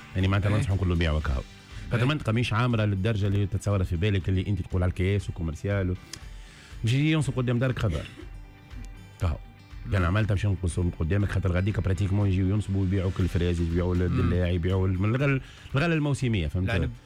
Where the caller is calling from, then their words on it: Tunisia; واني كتونسي ما نجمش يشري في فرنسا؟